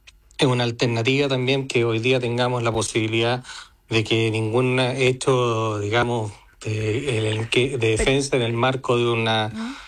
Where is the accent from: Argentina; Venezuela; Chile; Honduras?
Chile; y yo lo digo como cualquier chileno